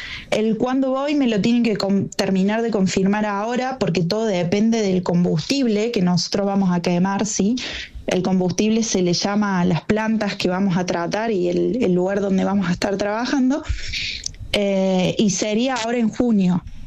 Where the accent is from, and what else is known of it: Argentina